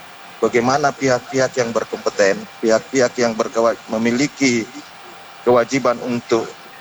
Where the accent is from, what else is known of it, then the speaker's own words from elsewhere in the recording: Sidrap, South Sulawesi, Indonesia; moved away as an adult; now in Makassar, Indonesia; saya sebagai orang sidrap, lahir di sidrap. Besar umur 20 tahun saya sidrap